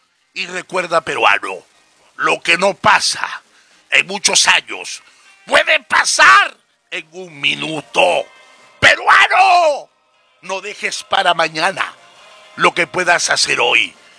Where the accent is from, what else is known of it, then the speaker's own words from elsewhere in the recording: Veracruz, Mexico; now in Peru; mi estado de Veracruz, que es capital del curanderismo mexicano, nosotros los mexicanos